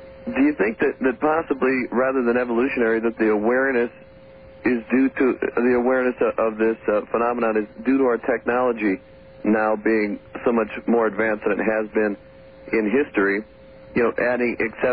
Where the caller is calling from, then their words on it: Oregon, United States; in Northeast Oregon